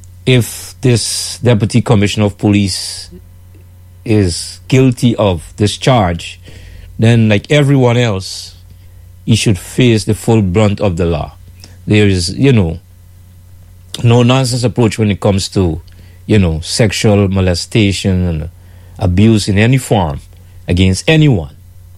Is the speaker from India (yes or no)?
no; Guyana; now in United States; mainly my home country, and for many of you that are listening here in Caribbean Power Jam, your home country, Guyana.